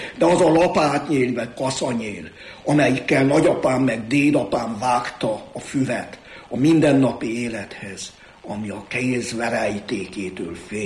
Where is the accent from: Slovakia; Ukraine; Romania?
Romania; Székely Land; now in Hungary; az én szülőföldem, Székelyföld sajnálatos módon kisebbségi sorban él.